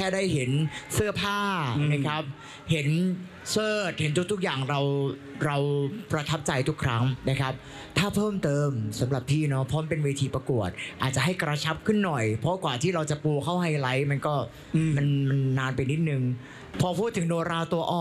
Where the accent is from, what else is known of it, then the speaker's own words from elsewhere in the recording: Southern Thailand, Thailand; ในฐานะคนใต้ด้วยกัน